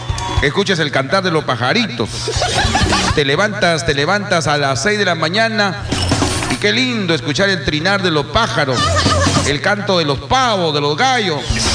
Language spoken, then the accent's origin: Spanish; Negritos, Piura, Peru; born there; also born or lived in La Libertad / Tamarindo; mi tierra, la tierra de mi padre, yo digo mi tierra porque, caramba, me identifico con ese pueblo maravilloso como es La Libertad y Tamarindo. Aunque no he nacido ahí, yo he nacido en Negritos.